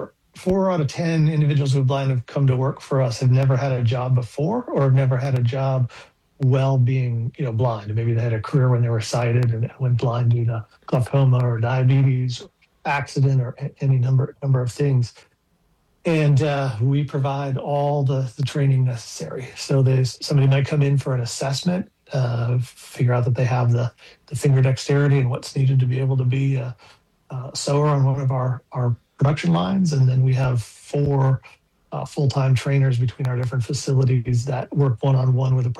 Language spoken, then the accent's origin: English; Minnesota, United States; Yeah, so I grew up in Minnesota.